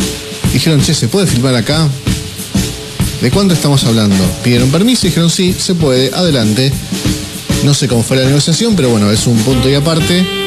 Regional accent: Morón, Buenos Aires Province, Argentina; Yo, que soy de Morón, nacido en Morón y vivo en Morón

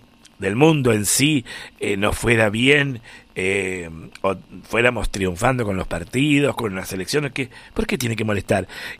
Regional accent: Argentina; como argentino que somos y que queremos nuestro país, nuestra tierra, todo lo que comprende nuestra querida República Argentina

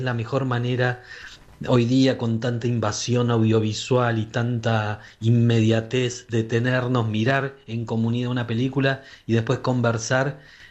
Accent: Argentina

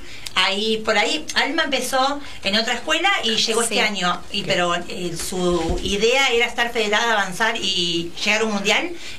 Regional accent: Argentina

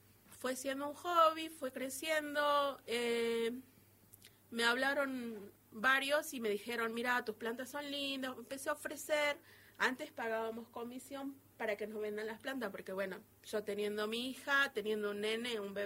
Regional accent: Cachi, Salta, Argentina; moved away as an adult; now in Salta, Argentina; Me crié cosechando poroto, pimiento, todo lo que es del valle, el campo

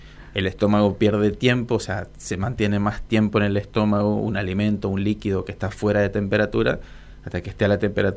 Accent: Corrientes, Argentina; moved away; de donde yo vengo, pues yo soy del interior de Corrientes

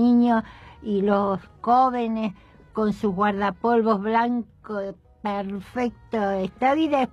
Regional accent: Córdoba, Argentina; yo recuerdo cuando era pequeña, aquí en Córdoba, con mis padres

